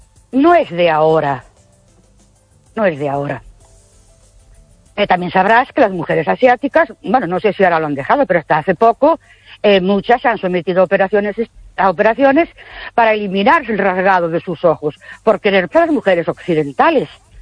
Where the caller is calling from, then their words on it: Ourense, Galicia, Spain; de Ourense.